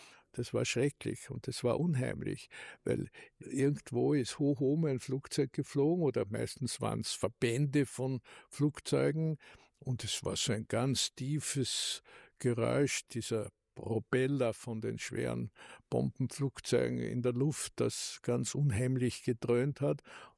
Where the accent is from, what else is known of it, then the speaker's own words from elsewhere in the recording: Graz, Styria, Austria; born there; moved away; also born or lived in Vienna; Ich bin in Graz geboren und wir haben in Graz gewohnt, zeitlang zusammen mit der Schwester meiner Mutter in der Graz-Technikerstraße Nummer 13.